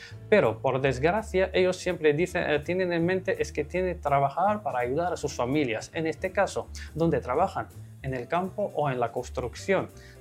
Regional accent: Morocco; Spanish is a second language; now in Casablanca, Morocco; porque por lo menos en mi país se puede practicar cualquier religión. De hecho, yo en Casablanca vivo más cerca de una iglesia que de una mezquita.

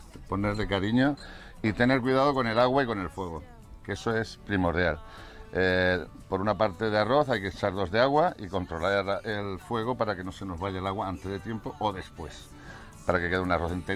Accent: Huelva, Andalusia, Spain; Pues hombre, aquí hacer arroces aquí en mi tierra, pues más cómodo que en otros sitios, porque tenemos los mejores productos.

